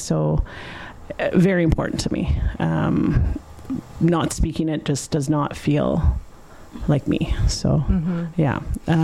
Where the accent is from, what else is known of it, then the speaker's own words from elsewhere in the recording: Northwest Territories, Canada; first language Dene Kede; English is a second language; Dene Kede is my first language, so it's the language I grew up with, so that's like my language journey is pretty similar to Leanne's and Gloria's. That was our first language home in the community.